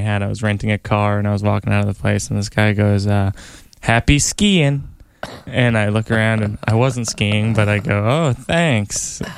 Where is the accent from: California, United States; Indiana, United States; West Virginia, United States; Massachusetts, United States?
Massachusetts, United States; moved away; Yeah, I'm from Massachusetts.